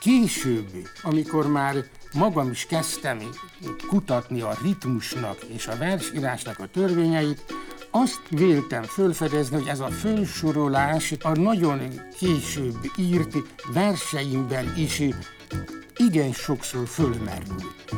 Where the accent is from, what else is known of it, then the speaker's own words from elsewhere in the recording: Tolna, Hungary; az a vidék, ahonnan származom, véletlenül a népdalnak is valóságos meseföldje.